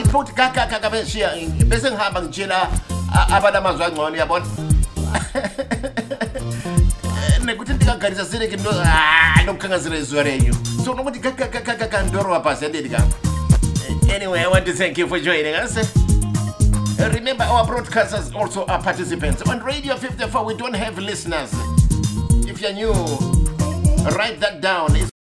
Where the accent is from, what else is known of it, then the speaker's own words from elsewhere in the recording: South Africa; from South Africa.